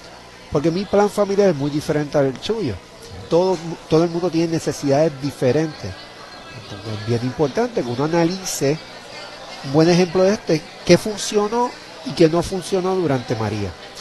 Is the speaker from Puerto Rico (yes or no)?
yes; Puerto Rico; Yo me considero, sí, puertorriqueño